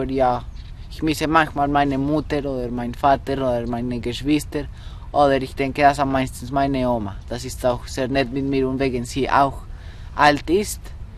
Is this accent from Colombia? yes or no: yes; Bogotá, Colombia; German is a second language; Ajiaco ist eine Suppe von meiner von einer Zone in Kolumbien, wo ich geboren bin und wo ich lebe. Das Hauptstadt von Kolumbien.